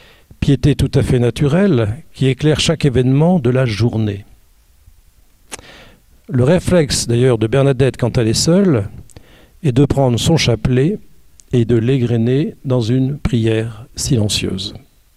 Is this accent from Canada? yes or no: no; Hauts-de-France, France; Moi, je suis du Nord, j'aime bien que les W soient des vrais